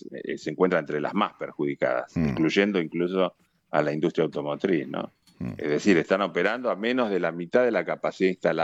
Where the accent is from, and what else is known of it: Argentina